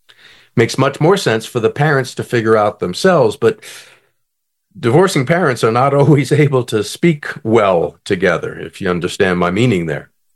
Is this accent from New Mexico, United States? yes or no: yes; Farmington, New Mexico, United States; people ask me, where did you grow up? I always say, I'm trying to do it in Farmington, New Mexico.